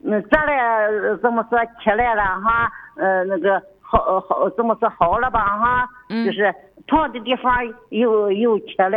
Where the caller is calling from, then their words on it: Gaomi, Shandong, China; 我是高密的。